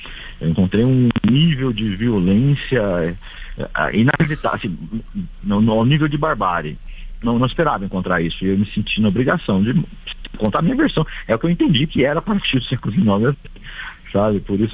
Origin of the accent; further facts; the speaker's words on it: Lorena, São Paulo, Brazil; eu sou de Lorena, na perto de Aparecida, aqui em São Paulo mesmo, né? Pertinho de Paraty, uma hora e meia de Paraty.